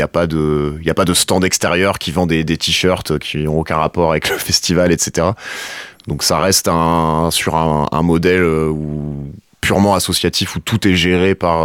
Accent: Bourlon, Hauts-de-France, France; puisque je suis originaire de Bourlon. J'ai grandi à Bourlon et j'y ai vécu pendant longtemps.

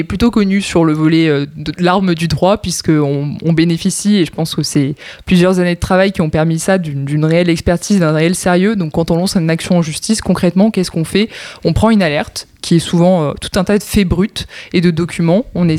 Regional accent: Provence-Alpes-Côte d'Azur, France; born or raised there; moved away

